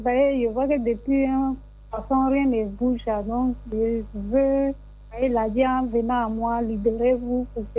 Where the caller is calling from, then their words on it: Abidjan, Côte d’Ivoire; De Tissou à Cocody.